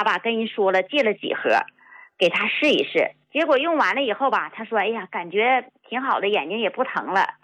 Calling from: Heilongjiang, China; 我是黑龙江的。

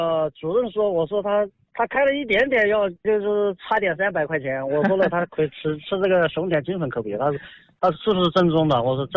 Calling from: Xindu, Sichuan, China; 我新都的

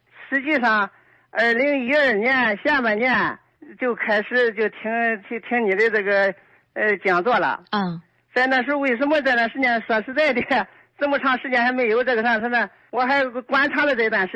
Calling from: Zaozhuang, Shandong, China; 我是山东枣庄的

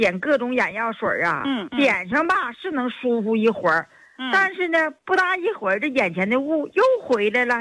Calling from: Harbin, Heilongjiang, China; 我是黑龙江哈尔滨的。

